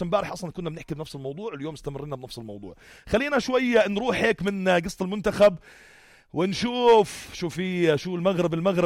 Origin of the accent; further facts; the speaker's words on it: Jordan; عندنا بالأردن